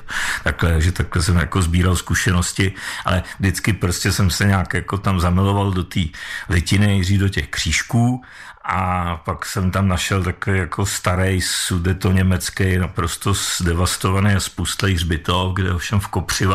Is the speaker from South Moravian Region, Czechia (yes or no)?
no; Prague, Czechia; já jsem z Prahy původem